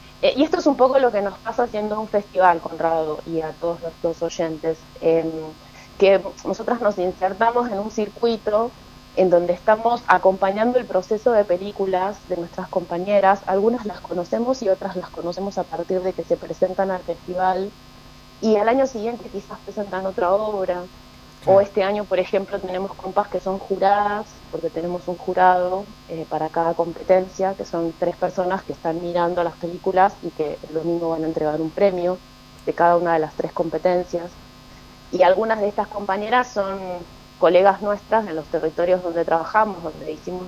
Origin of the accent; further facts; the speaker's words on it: Buenos Aires, Argentina; now in Bariloche, Argentina; yo soy porteña, parte, ¿no? Claro, sí. me migré a Bariloche y entonces siempre estoy descubriendo qué tan porteña soy